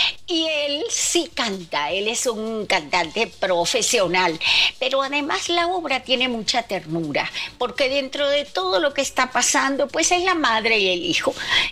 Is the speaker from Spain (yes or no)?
no; Venezuela; Y que terminó en mi país, sí. Terminó